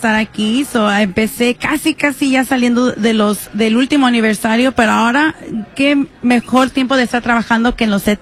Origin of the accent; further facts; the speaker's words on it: Long Beach, California, United States; now in Santa Ana, United States; Tengo como 6 años viviendo en Santa Ana, pero soy del Long Beach originalmente. Ahí es donde fui.